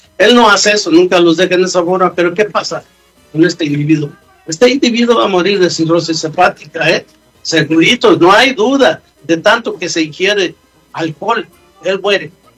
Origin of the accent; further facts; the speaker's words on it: Mexico City, Mexico; now in United States; Nosotros, en este caso yo en lo personal, vengo de la Ciudad de México, aquí a Estados Unidos